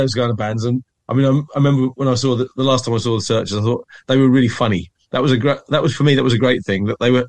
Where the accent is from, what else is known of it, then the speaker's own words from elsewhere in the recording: Suffolk, East of England, United Kingdom; accent: Suffolk; Well, I'm from Suffolk originally, which you can probably tell from the trace of the accent that I'm still struggling to shake off.